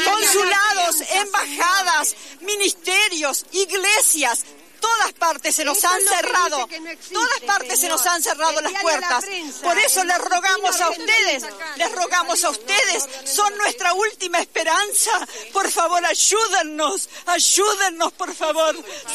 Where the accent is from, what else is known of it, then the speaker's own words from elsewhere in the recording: Argentina; Nosotros, que somos argentinas, vivimos en la Argentina